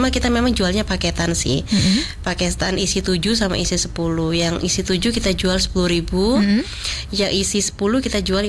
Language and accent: Indonesian; Surabaya, East Java, Indonesia; moved away as an adult; Saya asli Surabaya